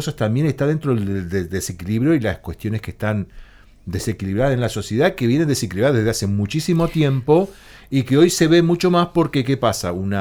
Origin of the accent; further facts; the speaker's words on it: Argentina; Nosotros, como Argentina